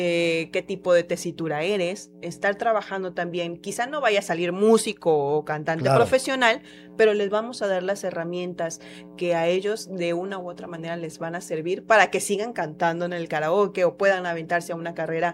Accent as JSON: {"language": "Spanish", "region": "Tabasco", "country": "Mexico", "said": "lo traemos en la sangre y la voz tabasqueña es algo que realmente ha caracterizado mucho y así como nuestro acento"}